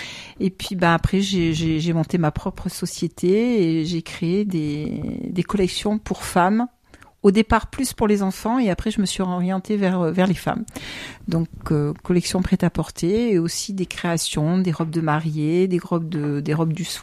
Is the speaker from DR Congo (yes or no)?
no; Digne-les-Bains, Provence-Alpes-Côte d'Azur, France; Déjà, je suis née à Digne. 4e génération, et c'est aussi pour ça que j'ai accepté, parce que c'est ma ville, c'est ma ville de naissance, la ville de naissance de mes parents, grands-parents, papa, maman